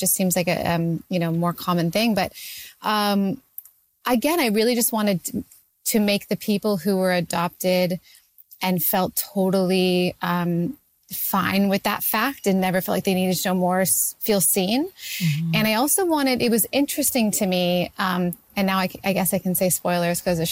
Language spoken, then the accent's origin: English; Canada; I was just always trying to set things in Canada. about Canadians because I'm Canadian and like, why not?